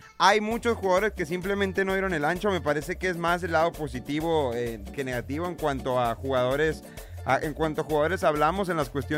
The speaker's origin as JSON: {"language": "Spanish", "country": "Mexico", "said": "Soy mexicano, pues."}